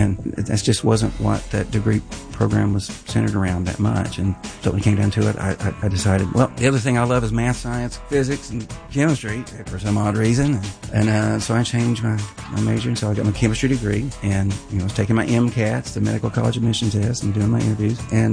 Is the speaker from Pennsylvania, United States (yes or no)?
no; Ada, Oklahoma, United States; I'm from Ada, Oklahoma, southeastern Oklahoma. It's a great place to be.